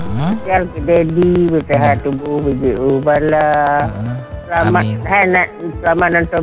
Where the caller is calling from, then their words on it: Sabang, Aceh, Indonesia; warga Sabang.